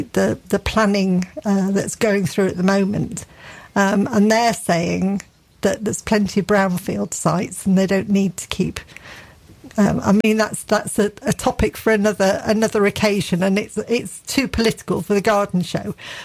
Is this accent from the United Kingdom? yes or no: yes; Chesterfield, East Midlands, United Kingdom; also born or lived in Matlock; that was quarried from a quarry at Matlock, which is very close mm-hmm. to where I grew up in Chesterfield.